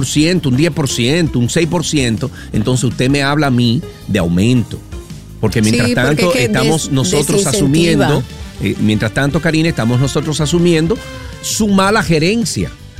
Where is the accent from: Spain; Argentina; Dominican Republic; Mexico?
Dominican Republic; a mí como ciudadano dominicano